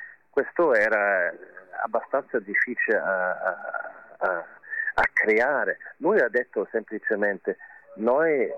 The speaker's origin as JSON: {"language": "Italian", "region": "Vienna", "country": "Austria", "said": "Anch'io sono di Vienna, sono a Vienna, ma è un nome italiano."}